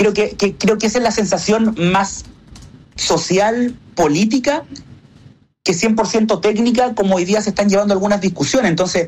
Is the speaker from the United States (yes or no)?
no; Antofagasta, Chile; yo no soy de la región metropolitana, soy de Antofagasta